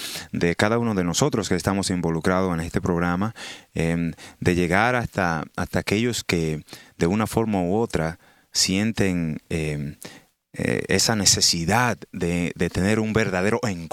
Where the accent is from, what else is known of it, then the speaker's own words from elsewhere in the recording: Dominican Republic; now in Canada; Yo soy nativo de la República Dominicana y pues ahora mismo estoy residiendo en el Canadá, pero vengo de la República Dominicana.